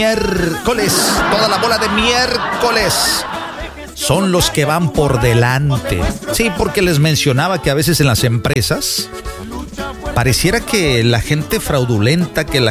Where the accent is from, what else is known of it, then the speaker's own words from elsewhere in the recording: Veracruz, Mexico; yo soy de oro, y yo soy Jarocho.